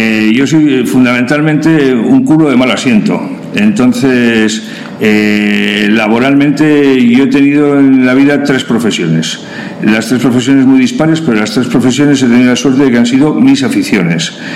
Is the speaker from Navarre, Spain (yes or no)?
yes; Pamplona, Navarre, Spain; yo soy de Pamplona, vivo en Pamplona, de familia de Pamplona, y desde niño me he estado preguntando cómo era esto